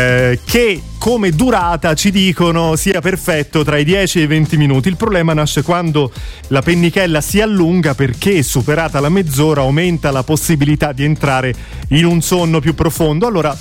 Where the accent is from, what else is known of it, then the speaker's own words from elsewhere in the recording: Tuscany, Italy; Io ve lo dico da toscano